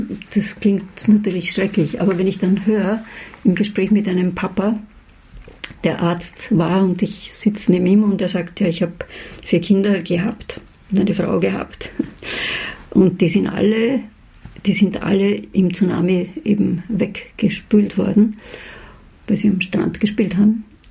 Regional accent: Vienna, Austria

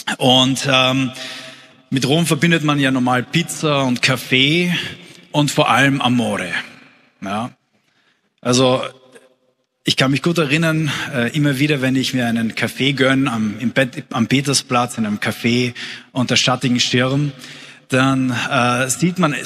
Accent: Carinthia, Austria; moved away; Dort, wo ich herkomme, wäre es wahrscheinlich doppelt so laut jetzt gewesen. Ich komme nämlich ursprünglich aus Kärnten.

